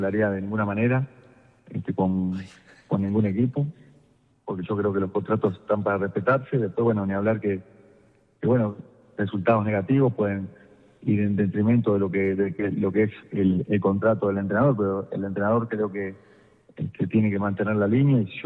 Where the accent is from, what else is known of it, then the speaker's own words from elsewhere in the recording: Uruguay; Bueno, soy uruguayo, como usted bien decía, tengo una historia en el club en el año 2022